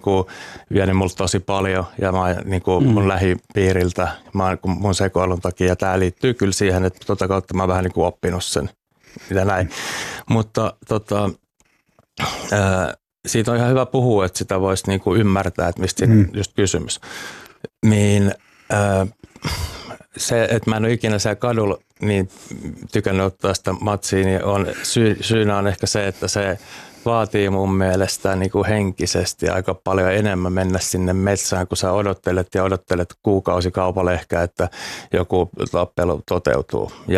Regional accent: Uusimaa, Finland; Tuossa pääkaupunkiseudulta mä oon kotoisin.

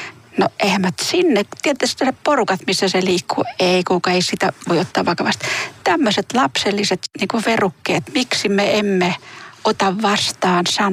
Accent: Kotka, Kymenlaakso, Finland; Yksi tuttu naapuri aikanaan Kotkassa, josta mä oon kotoisin

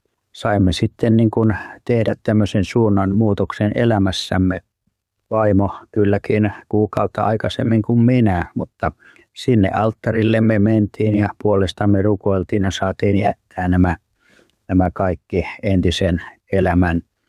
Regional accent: Kokkola, Central Ostrobothnia, Finland; No se tapahtui tuolla mun kotikaupungissani Kokkolassa, missä olin keskussairaalassa lääkärinä 79 vuonna.

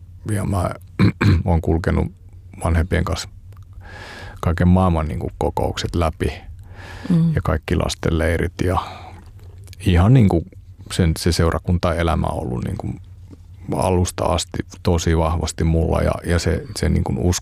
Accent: Raahe, North Ostrobothnia, Finland; Mä menin sinne niin kuin uutena ja Raahe on mun kotipaikka siinä mielessä, että vanhemmat asuu siellä edelleenkin.

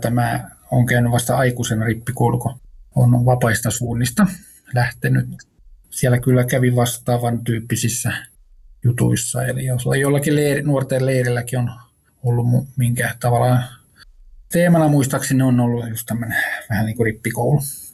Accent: Pori, Satakunta, Finland; born there; moved away; olen syntynyt Porissa, mistä on ollut pois yli 30 vuotta, mutta nyt sitten palannut juurilleni ja täällä on Porissa paljon sukua ja tai Satakunnassa enemmänkin

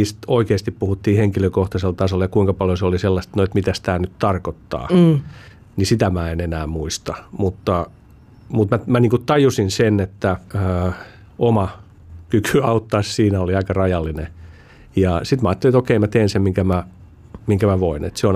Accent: Helsinki, Uusimaa, Finland; Mehän asuttiin, siis mä oon helsinkiläinen, ei siinä tapahtunut mitään muutosta oikeastaan.

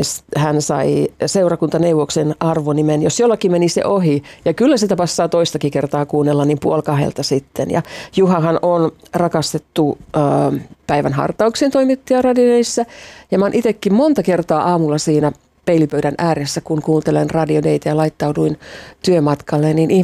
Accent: Muonio, Lapland, Finland; Minä kun kasvoin tuolla Lapissa, Suomi-Neuvon kainalossa, siellä Muonion pienessä kylässä, niin meillä oli vuosittain siellä lentopallon puulaakiottelut.

